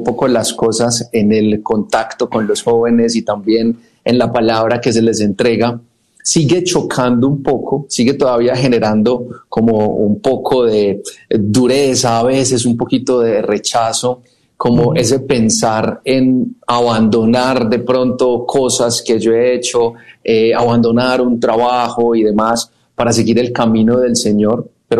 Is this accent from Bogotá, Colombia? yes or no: no; Medellín, Antioquia, Colombia; desde mi tierrita, desde Medellín, Colombia